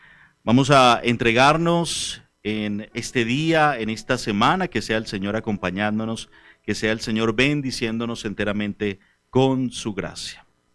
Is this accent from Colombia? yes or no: yes; Colombia; tendremos un festival típicos de mi tierra.